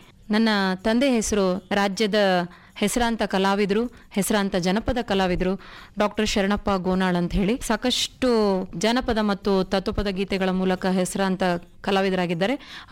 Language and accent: Kannada; Raichur, Karnataka, India; ನಾನು ಮೂಲತಃ ರಾಯಚೂರಿನವಳೆ.